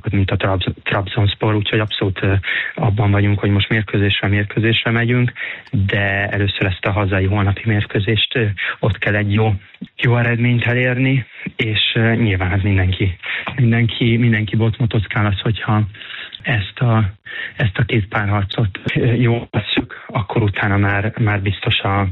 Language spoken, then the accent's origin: Hungarian; Hungary; moved away; also born or lived in Italy; Örülök, hogy végre Magyarországon magyarként itteni játékosnak tekintenek rám.